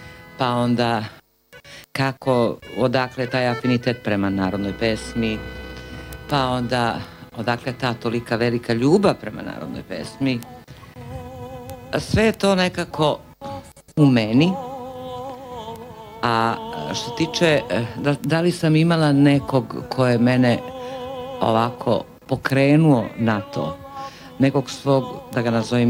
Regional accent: Belgrade, Serbia; also born or lived in Sarajevo; Ja sam tako slušala kao dete u Beogradu. Možda vam nisam rekla, ja sam tu se rodila u Beogradu.

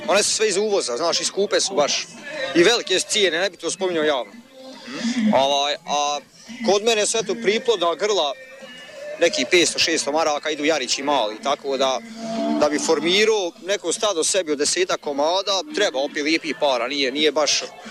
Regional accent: Sladna, Federation of Bosnia and Herzegovina, Bosnia & Herzegovina; Iz Sladnije sam ja, iz Obrbašića.

